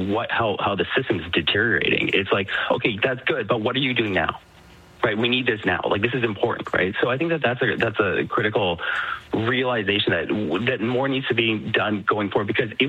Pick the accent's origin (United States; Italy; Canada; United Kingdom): Canada; as a Canadian